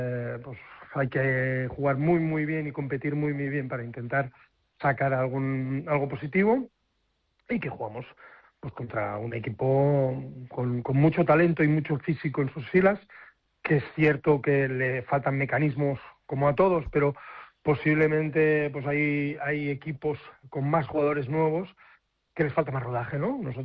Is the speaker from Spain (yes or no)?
yes; Badalona, Catalonia, Spain; Soy de Badalona, pero también soy del Barça de fútbol. Entonces, bueno, ahí he estado en el Barça. O sea que, pero soy de Badalona, eso no me lo quita nadie.